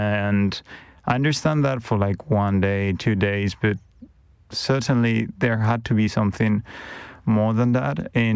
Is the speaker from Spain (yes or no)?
yes; Madrid, Community of Madrid, Spain; English is a second language; moved away as an adult; I grew up in Madrid, and I started journalism in Madrid.